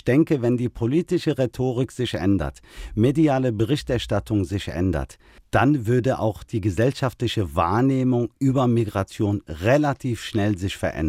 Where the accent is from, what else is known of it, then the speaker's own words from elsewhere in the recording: Germany; mein Bundeskanzler ist Friedrich Merz, ich lebe hier, ich bin Deutscher.